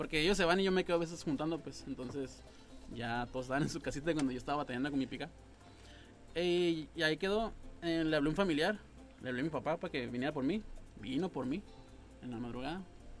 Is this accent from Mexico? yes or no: yes; Valle de Guadalupe, Mexico; soy de allá de Valle Guadalupe.